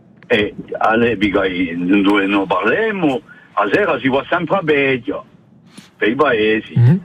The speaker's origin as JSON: {"language": "Italian", "town": "Piazzole", "region": "Corsica", "country": "France", "tie": "born or raised there", "said": "in Piazzole, nel mio paese"}